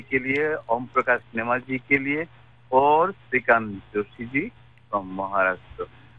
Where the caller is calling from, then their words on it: Ramkrishna Nagar, Assam, India; मेरा गांव का नाम है रामकृष्ण नगर डिस्ट्रिक्ट